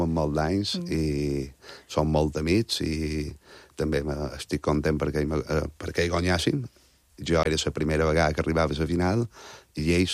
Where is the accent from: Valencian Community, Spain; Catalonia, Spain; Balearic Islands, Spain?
Balearic Islands, Spain; Montuïri; un joc tradicional que tenim en el meu poble, que és Montuïri, que és xatè